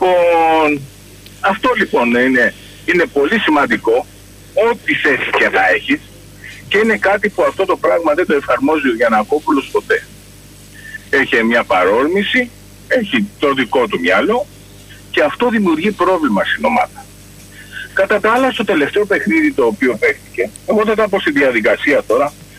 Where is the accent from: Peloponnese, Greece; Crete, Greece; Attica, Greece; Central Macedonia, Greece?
Attica, Greece; Kaminia; Τι κάνεις, αγόρι μου … από τα Καμίνια.